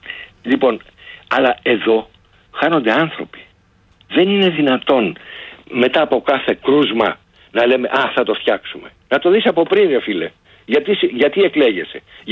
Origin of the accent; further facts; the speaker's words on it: Western Greece, Greece; ένα νοσοκομείο στο Αγρίνιο, ένα στο Μεσολόγγι, που είναι διαφορά, λέω για την πατρίδα μου